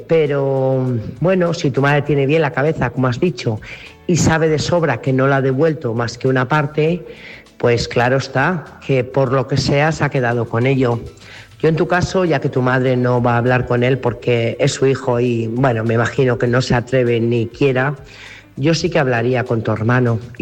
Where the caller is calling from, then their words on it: Burgos, Castile and León, Spain; Buenas noches … corresponsal de Burgos.